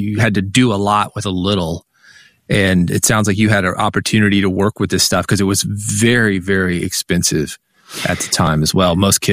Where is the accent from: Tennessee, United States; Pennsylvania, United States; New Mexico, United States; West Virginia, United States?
Tennessee, United States; Nashville; growing up in Nashville